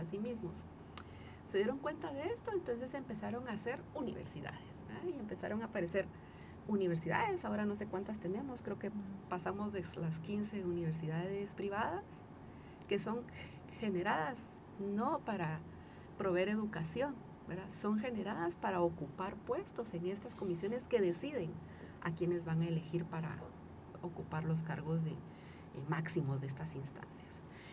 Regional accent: Guatemala; nosotras como guatemaltecas no vamos y votamos

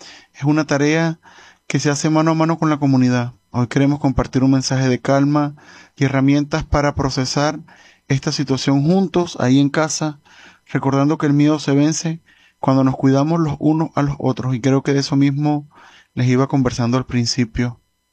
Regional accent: Venezuela; al ver tantos esfuerzos desde nosotros mismos como venezolanos, me siento orgulloso porque sé que podemos seguir adelante

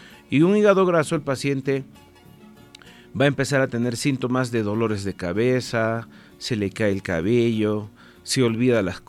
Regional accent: Tarija, Bolivia; Yo vengo desde la ciudad de Tarija. Me encuentro en esta hermosa ciudad de Yayagua participando de la feria

